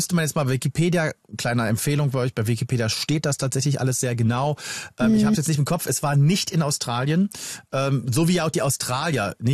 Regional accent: Germany; als Deutscher

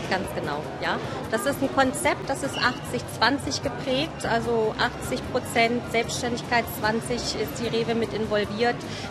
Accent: Augsburg, Bavaria, Germany; moved away as an adult; now in Harz, Germany; Ich bin jetzt 42 Jahre alt. Wie gesagt, bin gebürtige Augsburgerin, also ein bayerisches Madel aus der Puppenkiste entstanden.

